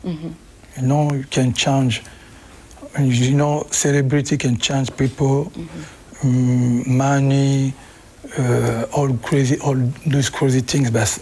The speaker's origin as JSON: {"language": "English", "region": "Kinshasa", "country": "DR Congo", "tie": "born or raised there", "also_born_or_lived": "Paris", "moved": "as an adult", "said": "I was when because I grew up in Kinshasa"}